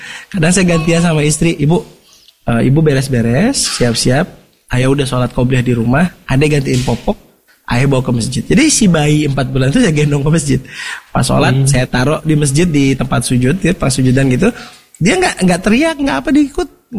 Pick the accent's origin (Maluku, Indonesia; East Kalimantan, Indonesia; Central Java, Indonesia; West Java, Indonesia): West Java, Indonesia; Bandung; dulu ini masya Allah saya kan orang Bandung. Sekolah di Gontor, di Jawa Timur.